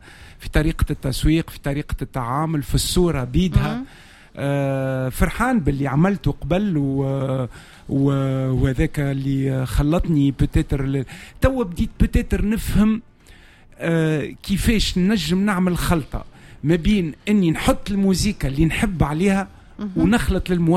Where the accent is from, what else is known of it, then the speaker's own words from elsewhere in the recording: Tunisia; اللي عندنا في تونس